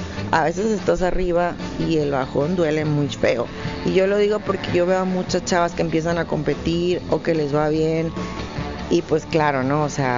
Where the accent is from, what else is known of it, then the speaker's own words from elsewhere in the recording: Caborca, Sonora, Mexico; moved away; Nosotros somos de Caborca